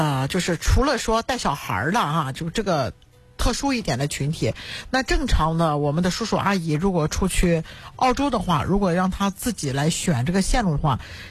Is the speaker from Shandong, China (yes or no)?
yes; Qingdao, Shandong, China; 可能对于我们青岛土生土长的来说也就那么回事儿。